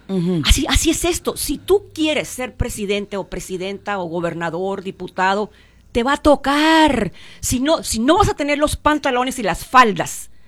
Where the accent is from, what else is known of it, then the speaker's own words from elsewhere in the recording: northern Mexico, Mexico; Así somos los norteños y mal hablados